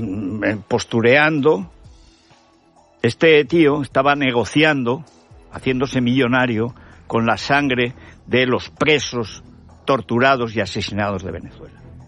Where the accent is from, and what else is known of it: Aragon, Spain; born there